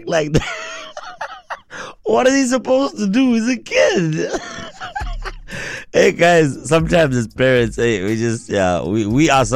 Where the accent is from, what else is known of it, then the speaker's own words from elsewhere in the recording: Tongaat, KwaZulu-Natal, South Africa; Because I grew up in Tongat